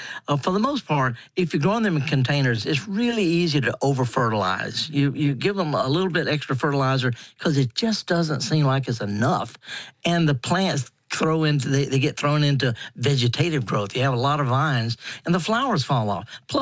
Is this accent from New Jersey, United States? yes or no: no; Mississippi, United States; I'm from Mississippi. I'd garden half the year in England